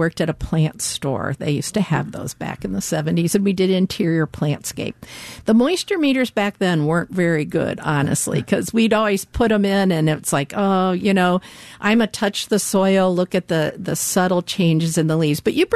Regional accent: Ohio, United States; But I grew up in Ohio, and I remember hiking in the woods with my dad in heavy shade

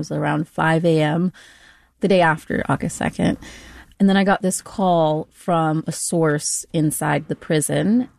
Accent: Chowchilla, California, United States; it was at the women's prison where I grew up near Chowchilla.

